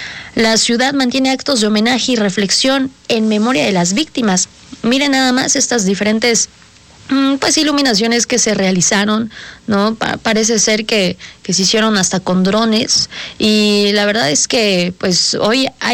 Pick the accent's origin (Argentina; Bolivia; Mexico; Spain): Mexico; Puebla; como poblanas y poblanos